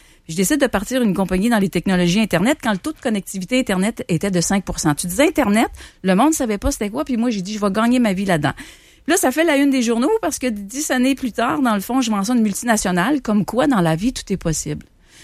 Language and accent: French; Quebec City, Quebec, Canada; Oui, à Québec. Je viens de Charlebourg.